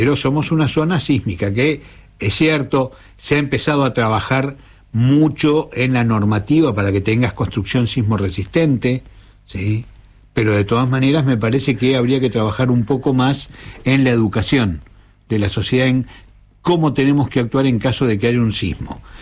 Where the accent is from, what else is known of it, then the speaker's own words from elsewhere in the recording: Venezuela; para aquellos que no estamos acostumbrados a este tipo de eventos, como los venezolanos